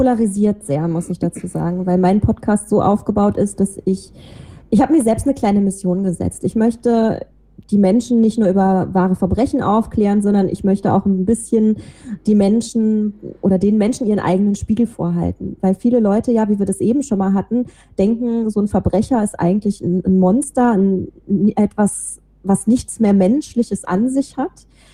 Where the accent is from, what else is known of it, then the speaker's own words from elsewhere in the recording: Rhineland, Germany; ich bin halt nun mal im Rheinland aufgewachsen, ich bin so erzogen worden, ich habe eine Großmutter, die gar kein Hochdeutsch mehr spricht